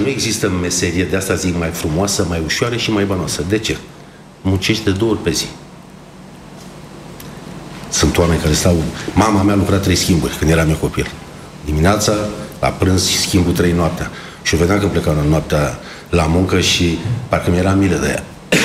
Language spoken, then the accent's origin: Romanian; Bucharest, Romania; born there; În 1977, noi ne-am mutat din Vatra Luminoasă, tata a luat trei camere, drumul Taberei, foarte aproape lângă Drumețul, pe compozitorilor, foarte aproape de stadionul Ghecea.